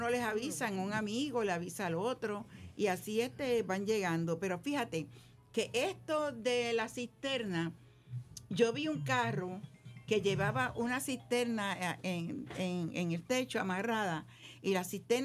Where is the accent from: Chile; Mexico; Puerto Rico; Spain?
Puerto Rico; estamos ubicados en la calle Asunción 391 en Puerto Nuevo, en la capital de nuestra querida isla de Puerto Rico.